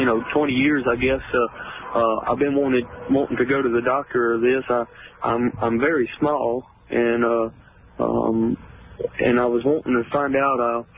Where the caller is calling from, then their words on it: Kentucky, United States; I'm from Kentucky.